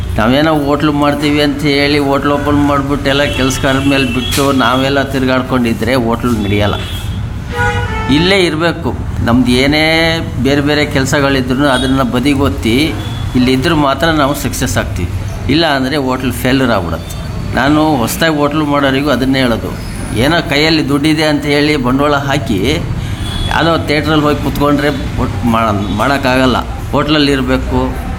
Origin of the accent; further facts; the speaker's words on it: Hanagere Katte, Karnataka, India; also born or lived in Shivamogga; ನಾವು ಹುಟ್ಟಿದ್ದು ತೀರ್ಥಹಳ್ಳಿ ತಾಲೂಕು ಹಣಗೇರಿ ಕಟ್ಟೆ ಅನ್ನೋ ಊರಲ್ಲಿ.